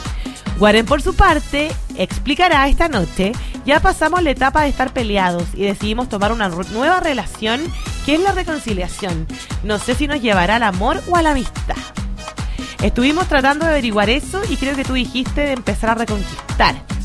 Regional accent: Chile; Y uno como chileno normal, trabajando

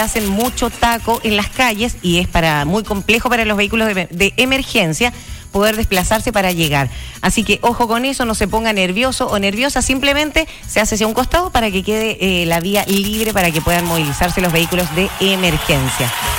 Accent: Osorno, Los Lagos, Chile; No, yo no soy de Temuco, de Osorno.

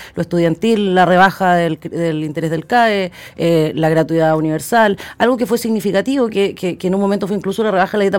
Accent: Maule, Chile; para poder mejorar la vida de las personas como yo, digamos, como toda la gente con la que me crié. Yo soy del Maule y es parte importante de mi historia

